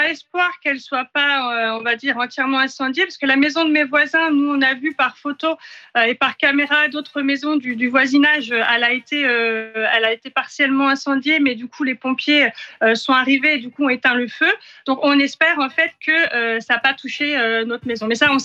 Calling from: Biscarrosse, Nouvelle-Aquitaine, France; moi, je suis à Biscarrosse.

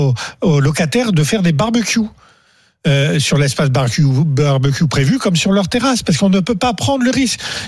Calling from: Nouvelle-Aquitaine, France; Chez moi, en Dordogne, j'habite dans le Périgord vert.

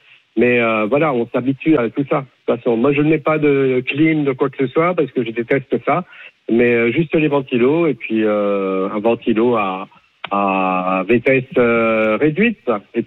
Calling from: Toulon, Provence-Alpes-Côte d'Azur, France; quand on est dans le sud, ça fait quelques années, moi ça fait 16 ans que je suis à Toulon.

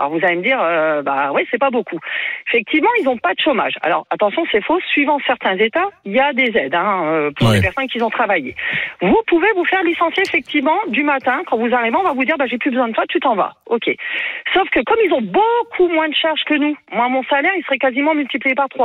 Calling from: France; Et pourtant, je suis française, hein.

